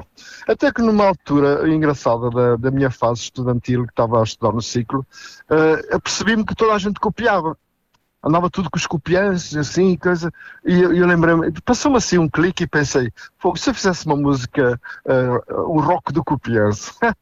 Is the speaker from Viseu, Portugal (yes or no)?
yes; São João da Pesqueira, Viseu, Portugal; Depois nós somos de São João da Pesqueira, sou natural de São João da Pesqueira, provavelmente muita gente conhece, uma terra bonita, de bom vinho e azeite, principalmente isso.